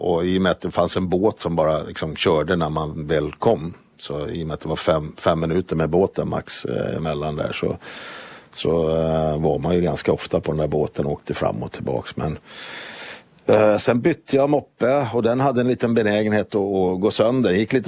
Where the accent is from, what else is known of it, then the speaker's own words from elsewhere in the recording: Finland; Vad de inte visste däremot, det var att jag var finsk medborgare.